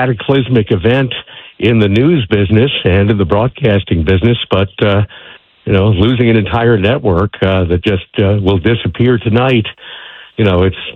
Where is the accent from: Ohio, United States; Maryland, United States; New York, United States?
New York, United States; Dobbs Ferry; I'm at the Metro North station in my hometown of Dobbs Ferry, New York, which is on the Hudson River just north of the city. And like you, I grew up listening to CBS News Radio here on WCBS in New York